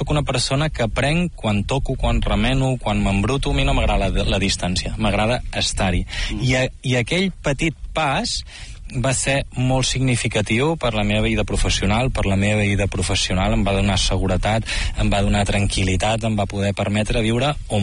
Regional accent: Girona, Catalonia, Spain; now in L'Albera, Spain; Jo soc de Girona, aquesta també és bona, i estic aquí a l'Albera Visquent. Tinc arrels, aquí, tinc els meus besavis, que eren del poble del costat d'Espolla

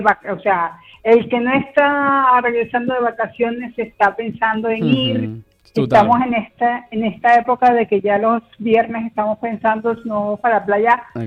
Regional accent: Venezuela; born there; yo nací en Venezuela, y entonces, claro, básicamente no teníamos veranos ni inviernos, teníamos épocas secas y de lluvia

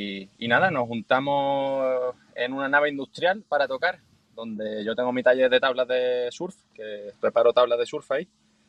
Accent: Conil, Andalusia, Spain; born there; now in Jerez, Spain; es de Conil porque nosotros nacimos en Conil y ensayamos en Conil. Yo actualmente vivo en Jerez

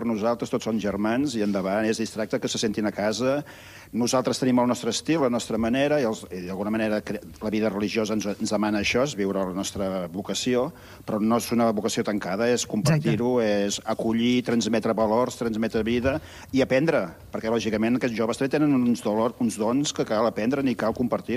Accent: Sant Martí de Tous, Catalonia, Spain; now in Arenys, Spain; jo sóc d'Igualada, Sant Martí de Tous.

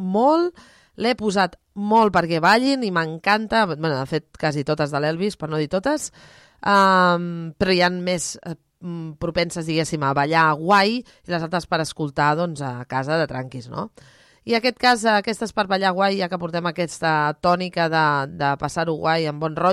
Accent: Catalonia, Spain; perquè som el Comando Garraf, la majoria som tots del Garraf

